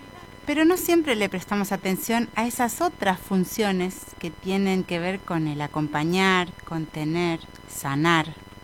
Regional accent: Patagonia, Argentina; soy cantora de la Patagonia.

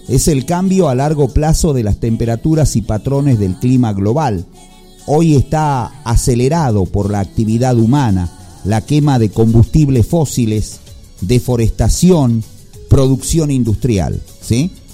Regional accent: Argentina; así como nosotros tenemos nuestros argentinismos en nuestro idioma español

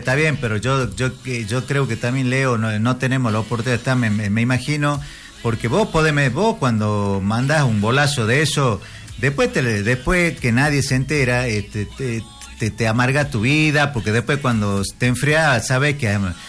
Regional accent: Argentina

